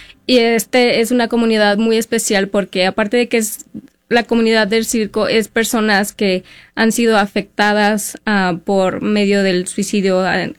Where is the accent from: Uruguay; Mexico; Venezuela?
Mexico; moved away; aceptar mis raíces y a no esconderme y a decir, yo soy mexicana